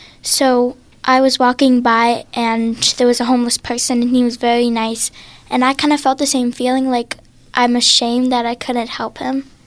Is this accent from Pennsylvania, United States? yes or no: yes; Pittsburgh, Pennsylvania, United States; I'm from the north side.